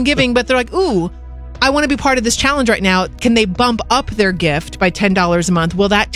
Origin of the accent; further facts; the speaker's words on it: Oregon, United States; I am also from Oregon